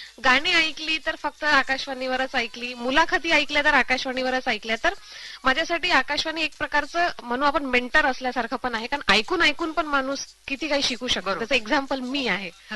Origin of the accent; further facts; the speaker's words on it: Pulgaon, Maharashtra, India; तर जसं मी सांगितलं की मी पुलगाव, वर्धेनंतर जे पुलगाव आहे तिथे विटाळा म्हणून ते आमचं गाव आहे. सो माझं बालपण तिथे गेलं आणि 12वी पर्यंत तिथेच शिक्षण झालं.